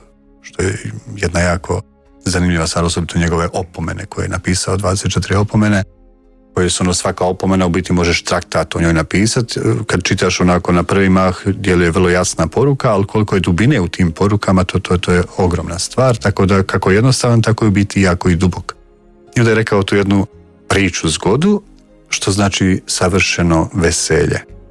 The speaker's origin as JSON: {"language": "Croatian", "country": "Bosnia & Herzegovina", "said": "dolazim iz Bosne pa sam djelovao u tim nekim župama koje su bile i gdje su katolici bili u manjini"}